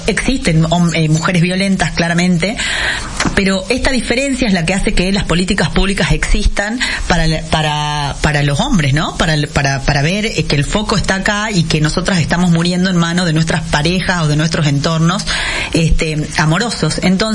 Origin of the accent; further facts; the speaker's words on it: Animaná, Salta, Argentina; yo soy de los Valles Calchaquíes